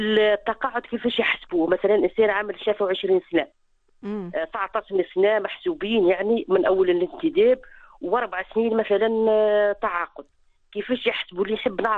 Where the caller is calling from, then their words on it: Jendouba, Jendouba Governorate, Tunisia; من جندوبة.